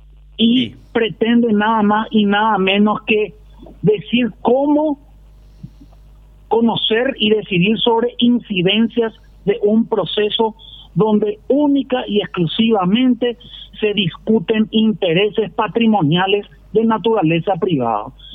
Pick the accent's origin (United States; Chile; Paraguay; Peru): Paraguay; como ciudadano paraguayo, como un súbdito de este país